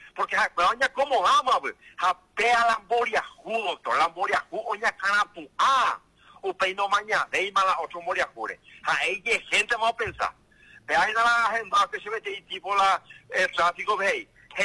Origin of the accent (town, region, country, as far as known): Paraguay; moved away; also born or lived in Italy